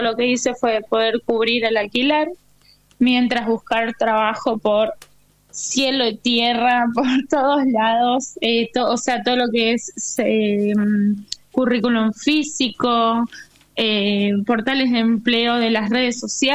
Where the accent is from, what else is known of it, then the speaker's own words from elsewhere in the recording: Tigre, Buenos Aires Province, Argentina; yo soy de Tigre